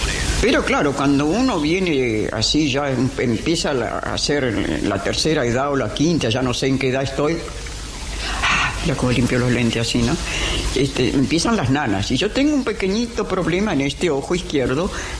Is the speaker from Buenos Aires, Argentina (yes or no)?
yes; Buenos Aires, Argentina; born there